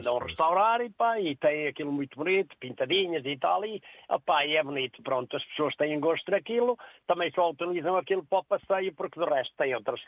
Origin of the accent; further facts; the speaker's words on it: Penalva do Alva, Coimbra, Portugal; born there; now in Catraia de São Paio, Portugal; foi onde eu nasci em Penalva do Alva, mas vivo na Catraia de São Paio, Oliveira do Hospital.